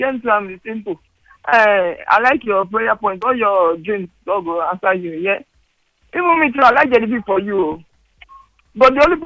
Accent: Uganda; I'm from Uganda.

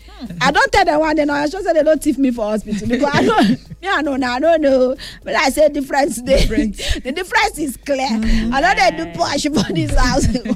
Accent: Lagos, Nigeria; I am a Lagosian woman.

